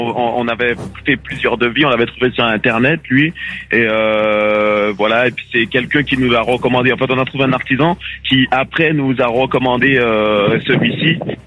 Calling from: Nanterre, Île-de-France, France; actuellement, je suis à Roissy, mais j'habite à Nanterre-Audouin.

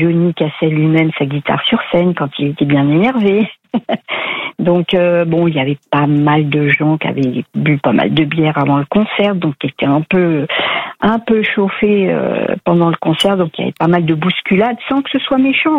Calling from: Olivet, Centre-Val de Loire, France; J'habite à Olivier, c'est juste à côté d'Orléans.

